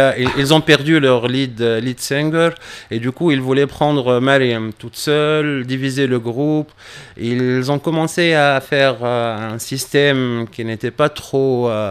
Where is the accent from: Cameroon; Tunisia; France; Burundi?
Tunisia; on est tunisien et tout ce qu'on fait, il vient de la Tunisie. Et tout ce qu'on est, il nous a été donné par la Tunisie.